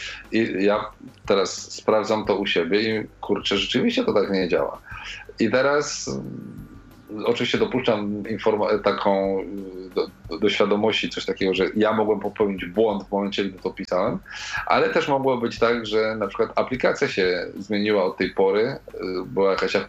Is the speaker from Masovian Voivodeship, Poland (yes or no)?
no; Pomeranian Voivodeship, Poland; słuchaj, ja jestem tym gościem z Pomorza, który coś tam.